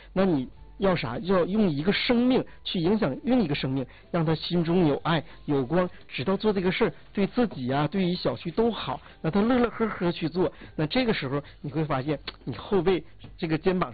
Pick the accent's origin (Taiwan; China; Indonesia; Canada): China; 我们中国人